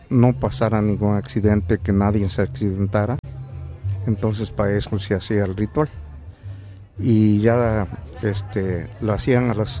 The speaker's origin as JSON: {"language": "Spanish", "town": "Magdalena Jaltepec", "region": "Oaxaca", "country": "Mexico", "tie": "born or raised there", "moved": "yes", "lives_now": "Fresno, United States", "said": "los primeros jugadores de mi pueblo, de Magdalena, Jaltepec, que llegaron aquí que emigraron aquí a California."}